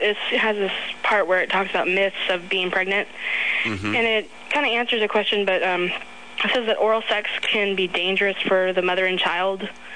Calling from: Oregon, United States; I'm calling from Oregon.

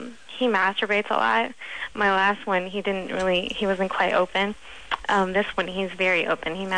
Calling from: National City, California, United States

